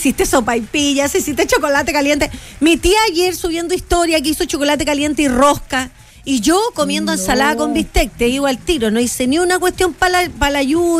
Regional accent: northern Chile, Chile; also born or lived in Santiago; somos el norte de Chile

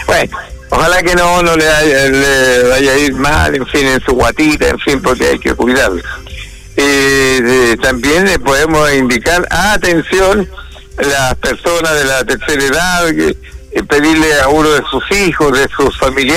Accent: Tocopilla, Antofagasta, Chile; En mi tierra, yo nací ahí en Tocopilla, en el hospital Marcos Macuada, hace muchos años. Viví en la calle Mata y también viví en la calle Washington, frente a la residencial

